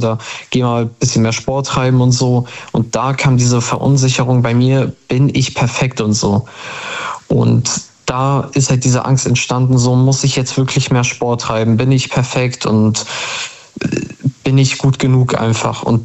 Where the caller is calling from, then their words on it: Bremen, Germany; ich komme aus Bremen, also Nähe Bremen.